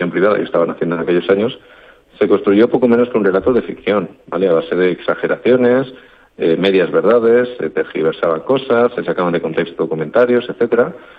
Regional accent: Extremadura, Spain; Yo soy extremeño, como decías, de la Sierra de Gata. Estoy, digamos, lejos de La Serena, lejos de Puerto Urraco.

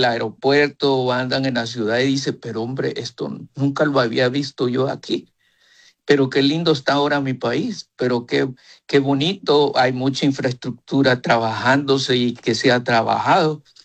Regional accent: El Salvador; como un ciudadano más de El Salvador

